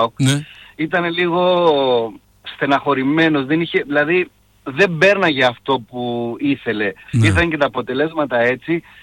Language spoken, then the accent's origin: Greek; Greece